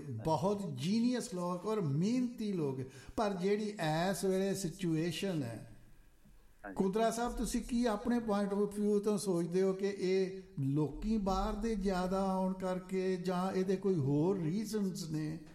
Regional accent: Punjab, India; ਕਿਉਂਕਿ ਕਾਨੂੰ ਆਣ ਦੇ ਲਾਗੇ ਮੇਰਾ ਪਿੰਡ ਹੈ।

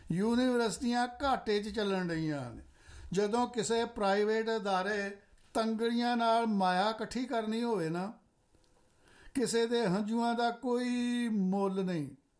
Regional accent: Punjab, India; born there; ਜਿਹੜੀ ਸਟੇਟ 'ਚ ਅਸੀਂ ਜੰਮੇ ਹਾਂ ਭਾਈ, ਉਹਨੂੰ ਤਾਂ ਅਸੀਂ ਸੋਹਣਾ ਪੰਜਾਬ ਕਹਿਣਾ ਹੀ ਕਹਿਣਾ

